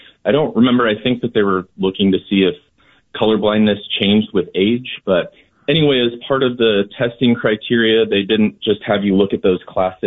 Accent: Sacramento, California, United States; now in Oakland, United States; I grew up in Sacramento

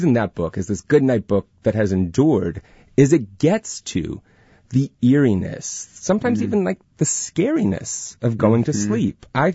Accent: California, United States; I grew up in the Bay Area, and I would come home from school.

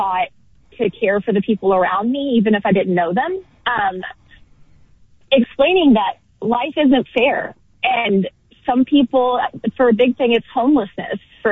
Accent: Kentucky, United States; born there; also born or lived in Texas; I was born in Kentucky, lived in Texas for 10 plus years, and I have experienced a huge range of social and economic mobility and movement throughout my life.

